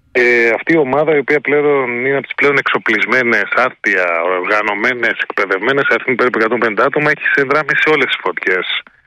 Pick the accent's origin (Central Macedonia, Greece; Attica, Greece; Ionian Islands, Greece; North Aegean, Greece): Ionian Islands, Greece; Kefalonia; Σας λέω γιατί είναι το νησί μου κεφαλονιά και έχω πρώτη επάμεξη εικόνα.